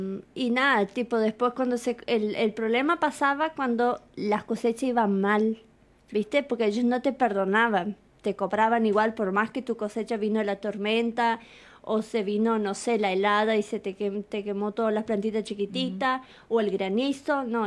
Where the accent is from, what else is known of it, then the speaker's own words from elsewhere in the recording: Misiones, Argentina; moved away as an adult; yo de Balseiro me tuve que volver a Misiones